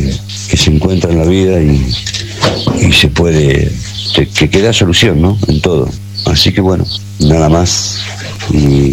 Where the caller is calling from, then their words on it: General Belgrano, Buenos Aires Province, Argentina; somos de General Belgrano, provincia de Buenos Aires, a 160 kilómetros capital.